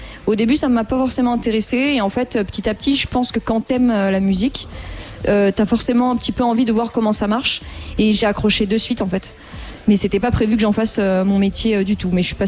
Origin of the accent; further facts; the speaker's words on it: Nouvelle-Aquitaine, France; moved away as an adult; also born or lived in Bordeaux; Et à 19 ans, j'ai découvert la ville, parce que je viens pas de la ville, je viens d'une campagne près de Bordeaux, enfin une heure de Bordeaux.